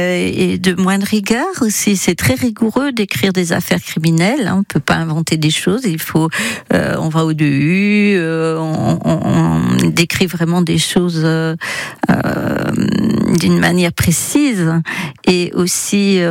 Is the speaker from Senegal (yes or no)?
no; France; moved away; Moi, je suis originaire de la Loire, mais j'ai épousé un Bourguignon